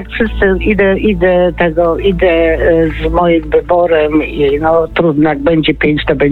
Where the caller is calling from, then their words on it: Słupsk, Pomeranian Voivodeship, Poland; Ze Słupska.